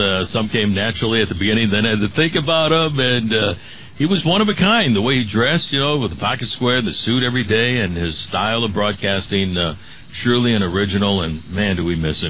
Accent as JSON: {"language": "English", "town": "Chicago", "region": "Illinois", "country": "United States", "tie": "born or raised there", "said": "I mean, I grew up here in Chicago, you know, on the south side."}